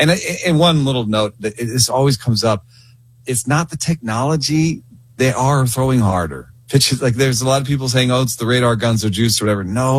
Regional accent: Atlanta, Georgia, United States; growing up in Atlanta in the in the late 80s and early 90s

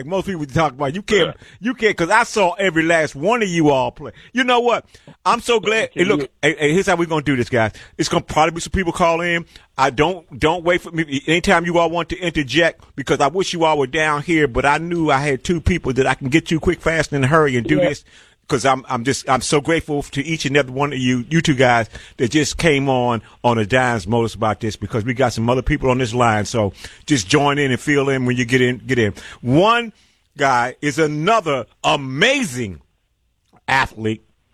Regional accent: East Coast, United States; and I'm coming from the East Coast. I'm seeing the Adrian Dantleys, the Kenny Carr.

